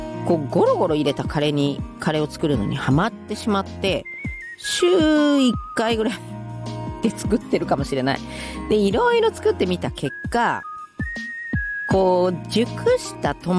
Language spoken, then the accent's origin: Japanese; Gunma, Japan; まあ私群馬なんです